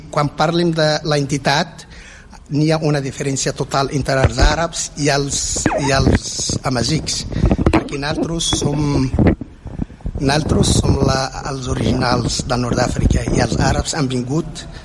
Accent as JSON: {"language": "Catalan", "town": "Assamber", "country": "Morocco", "said": "soc del Marroc, exactament del sud, o del sud del Marroc, del desert, soc un fill del desert. I he nascut a una zona que es diu Assamber."}